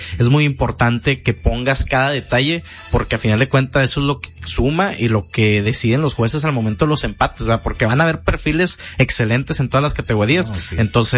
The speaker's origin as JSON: {"language": "Spanish", "town": "Piedras Negras", "region": "Coahuila", "country": "Mexico", "said": "Ya han habido casos de éxito de aquí, de Piedras Negras, que lanzaron su currículum y han sido seleccionados"}